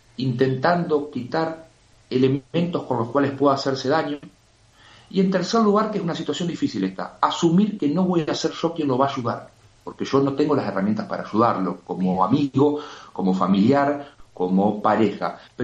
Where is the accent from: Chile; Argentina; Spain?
Argentina; Concepción del Uruguay, Entre Ríos; Nosotros somos de Concepción del Uruguay